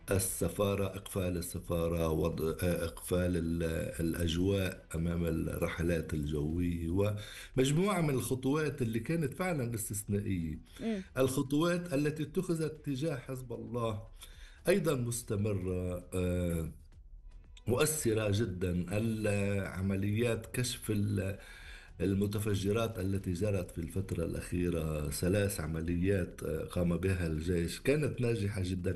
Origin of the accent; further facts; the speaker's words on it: Lebanon; منطقنا نحن كلبنانيين،